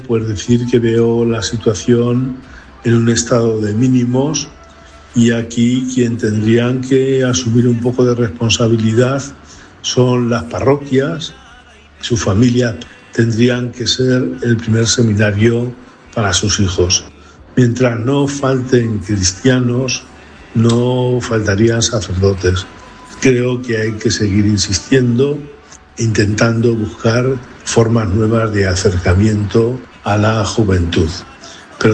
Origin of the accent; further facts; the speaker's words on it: Castilla-La Mancha, Spain; born there; está aquí cerca en Manzanares